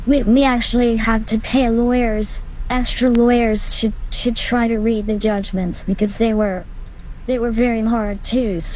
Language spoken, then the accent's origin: English; New England, United States; I'm from New England. But we moved all around the world.